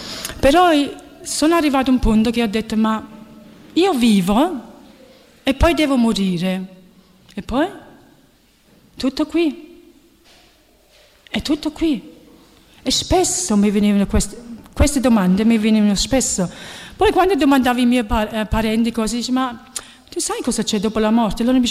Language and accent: Italian; Germany; io sono nata e cresciuta in Germania, però i miei genitori sono di Torre Annunziata, cioè di Napoli.